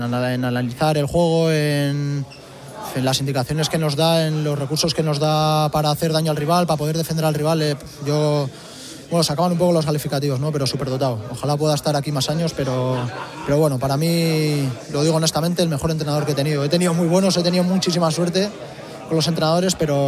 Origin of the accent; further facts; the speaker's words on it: Basque Country, Spain; Soy vasco. Sabes que soy vasco.